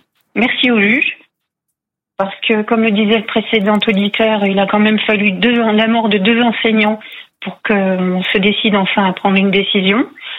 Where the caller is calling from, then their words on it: Guyancourt, Île-de-France, France; De Guyancourt, dans les Yvelines.